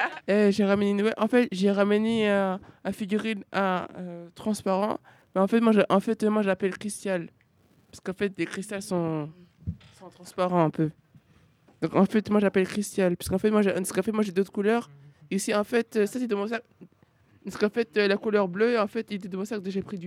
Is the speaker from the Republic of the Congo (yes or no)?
no; Côte d’Ivoire; Moi je suis là, hein, je suis ivoirien.